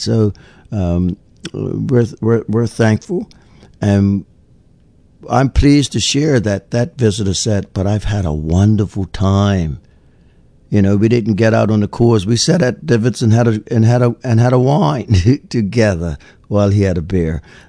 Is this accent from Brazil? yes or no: no; Somerset Bridge, Sandys Parish, Bermuda; in my community where I grew up there in Somerset Bridge